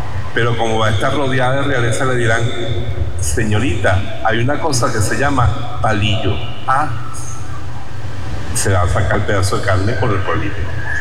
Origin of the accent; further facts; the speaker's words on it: Eastern Venezuela, Venezuela; nuestro país, nuestro oriente venezolano?